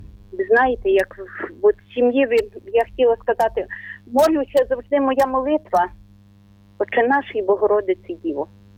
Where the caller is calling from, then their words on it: Ternopil Oblast, Ukraine; ми з України. Тернопільщина.